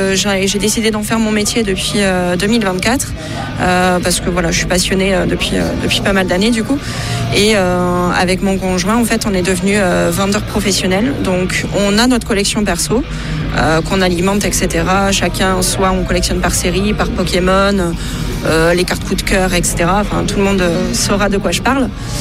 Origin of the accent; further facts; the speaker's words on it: Castelsarrasin, Occitanie, France; parce que c'est pas celui auquel je vais d'habitude, parce qu'on est de Castel.